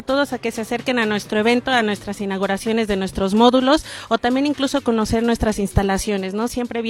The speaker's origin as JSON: {"language": "Spanish", "town": "Pachuca", "region": "Hidalgo", "country": "Mexico", "moved": "yes", "lives_now": "Puebla, Mexico", "said": "Yo soy de Pachuca."}